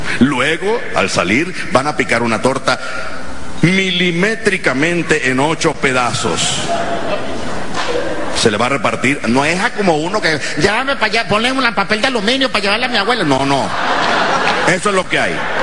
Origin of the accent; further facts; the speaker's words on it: Venezuela; los venezolanos somos generosos.